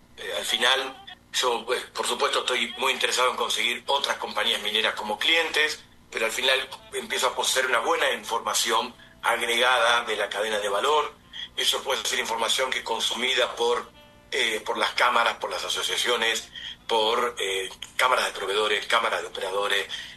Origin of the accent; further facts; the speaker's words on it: Argentina; siendo argentino y en 20 años de esta disciplina